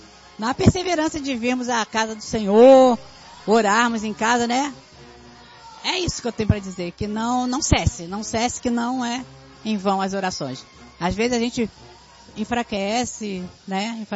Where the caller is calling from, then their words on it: Sampaio, Brazil; venho de Sampaio.